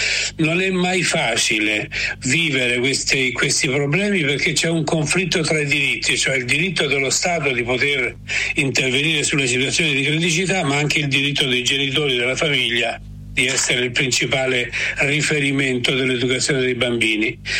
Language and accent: Italian; Umbria, Italy; Sicuramente al fresco, perché il mio paese in Umbria è abbastanza fresco e la mia casa ha delle mura antiche, quindi sono privilegiato.